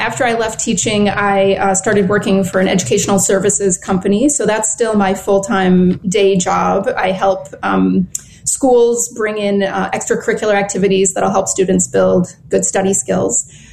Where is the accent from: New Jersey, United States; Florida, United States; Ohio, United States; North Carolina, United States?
Ohio, United States; Toledo; now in Chicago, United States; I grew up in Ohio, in Toledo, Ohio, actually, but I've been here in Chicago for 25 years, so it feels like home now.